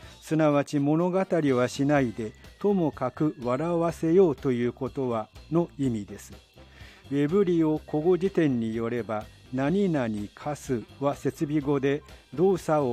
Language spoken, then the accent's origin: Japanese; Osaka, Japan; 担当はチャキチャキのなにわっ子、市民スタッフの